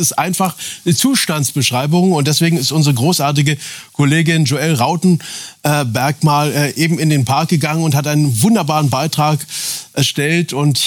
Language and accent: German; Berlin, Germany; Sag mal jetzt als Berliner.